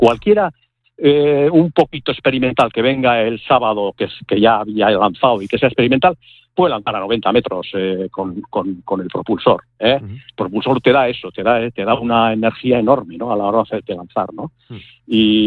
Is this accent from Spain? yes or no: yes; Barrika, Basque Country, Spain